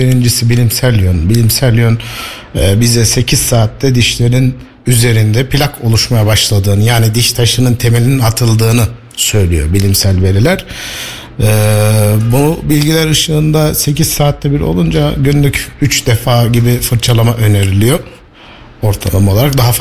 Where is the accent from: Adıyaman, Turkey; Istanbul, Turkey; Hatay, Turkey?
Hatay, Turkey; born there; also born or lived in Ankara; now in Kayseri, Turkey; Hatay doğumluyum. Kayseri'de 2017 yılından beri buradayız. Eşimin burada uzmanlık yapması dolayısıyla buraya geldik. O günden bugüne buradayız.